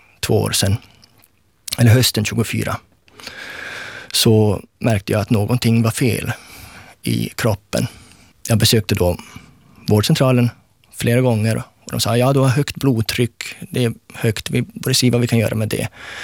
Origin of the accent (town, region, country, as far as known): Sweden; accent: Sweden Swedish; now in Finland